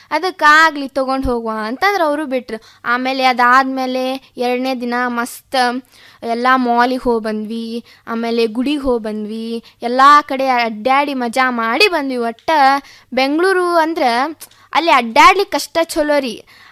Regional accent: Karnataka, India; ಕಡ್ಕೋಳ ಅಂದ್ರೆ ನಮ್ಮೂರ್ರಿ

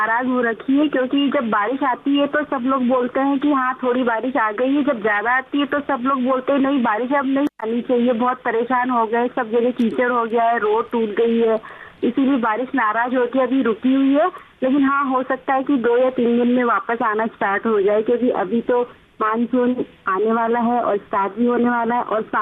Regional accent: Jaipur, Rajasthan, India; मेरा शहर गुलाबी नगरी के नाम से बहुत ज्यादा फेमस है और बहुत खूबसूरत है, और सब लोग यहाँ पे घूमने के लिए आते हैं और विदेशों से भी बहुत लोग आते हैं।

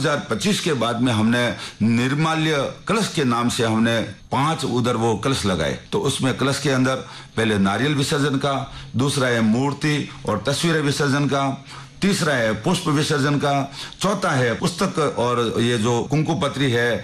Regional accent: Pali district, Rajasthan, India; now in Jodhpur, India; और मैं पाली जिला गांव गहरी का रहने वाला हूं। यहां पर जोधपुर में 29 सालों से रह रहा हूं और फिर बाद में यहां पर गुरो के तालाब में मैं शिफ्ट हुआ

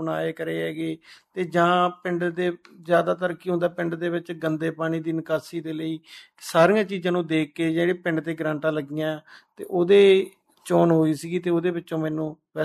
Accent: Bathinda, Punjab, India; ਮੇਰਾ ਪਿੰਡ ਪੂਲੀ ਭੁੱਚੋ ਤੋਂ ਭਗਤਾ ਰੋਡ ਜਾਂਦਾ, ਉਹਦੇ 'ਤੇ ਹੈਗਾ, ਅਤੇ ਅਸੀਂ ਬਠਿੰਡੇ ਤੋਂ 25 ਕਿਲੋਮੀਟਰ ਆ, ਅਤੇ ਭੁੱਚੋ ਮੰਡੀ ਤੋਂ 13 ਕਿਲੋਮੀਟਰ ਦੀ ਦੂਰੀ 'ਤੇ ਹੈਗਾ ਪਿੰਡ ਪੂਲੀ

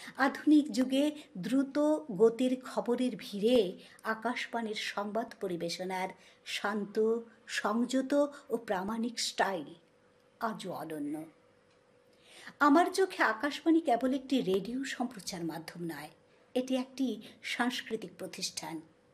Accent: Belonia, Tripura, India; আমার জন্ম আমার বেড়ে ওঠা বিলোনিয়াতে। স্কুল কলেজ অর্থাৎ শৈশব থেকে যৌবন সবটাই আমার বিলোনিয়াতে।

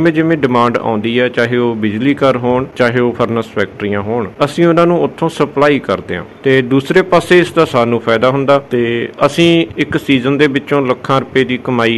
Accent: Patiala, Punjab, India; ਮੈਂ ਪਟਿਆਲੇ ਜ਼ਿਲ੍ਹੇ ਦਾ ਰਹਿਣ ਵਾਲਾ

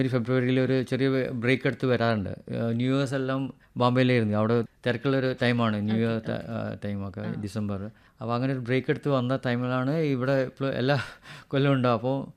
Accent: Kozhikode, Kerala, India; ഞാൻ ജനിച്ചതും വളർന്നതും കോഴിക്കോട് തന്നെ. അത് ഒരു ഒരു ഭാഗ്യം എന്ന് പറഞ്ഞാൽ ഒരു മ്യൂസിക്കൽ ഫാമിലിയിലാണ് ജനിച്ചത്, അതൊരു വലിയൊരു ഭാഗ്യമാണ്.

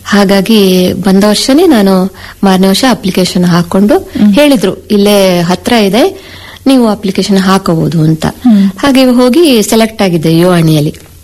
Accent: Kukke Subramanya, Karnataka, India; moved away; ನಾನು ಕುಕ್ಕೆ ಸುಬ್ರಹ್ಮಣ್ಯದವಳು.

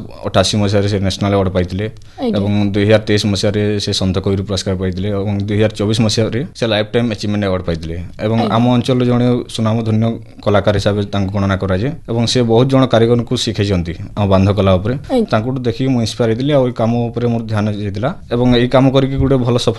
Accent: Chichinda, Odisha, India; ବରଗଡ଼ ଜିଲ୍ଲା ଅନ୍ତର୍ଗତ ଭେଡ଼େନର ଚିଚିଣ୍ଡା ମୋର ଗାଁ, ଆଉ ମୁଁ ଜଣେ ଯୁବ ବୁଣାକାର।

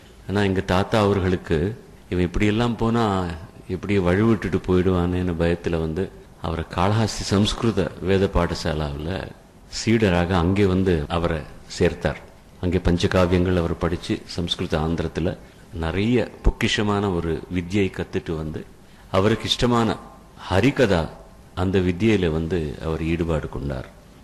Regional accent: Nellore, Andhra Pradesh, India; born there; எங்கள் வீட்டில் ரேடியோ இல்லாத காலத்தில் ஒரு பார்க் இருக்கு சுதந்திர பார்க்குன்னு நெல்லூரில்

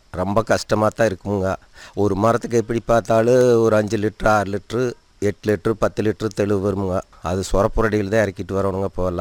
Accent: Tamil Nadu, India; நான் அல்ட்டி வளத்தில் பிறந்தவனுங்க. வடவுதூரில் சொந்தமாக இடம் இருந்துங்க, அங்கே இருந்தமுங்க.

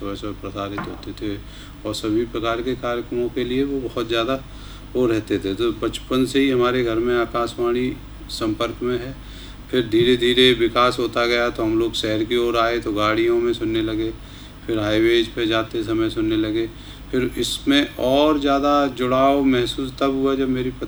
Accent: Bhind district, Madhya Pradesh, India; now in Gwalior, India; मैं बचपन से हमारे यहाँ गांव में मेरा पालन पोषण हुआ भिंड जिले में

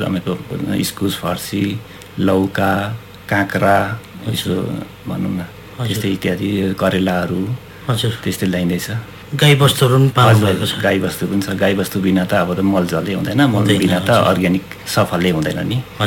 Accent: Sikkim, India; म राङ्का पर्बिङबाट।

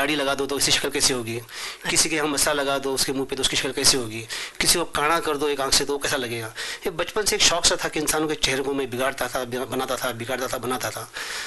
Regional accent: Ratnagiri, Maharashtra, India; मैं हूँ रत्नागिरी से बिलोंग करता हूँ।

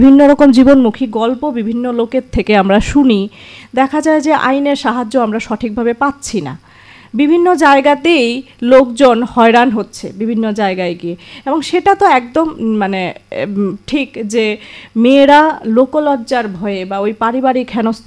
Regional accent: India

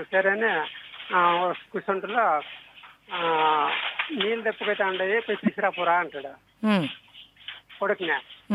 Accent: Pavagada, Karnataka, India; మా సొంతూరు వచ్చి పావాడ మేడం, కర్ణాటక ధర్మాలలో ఉన్నాం.

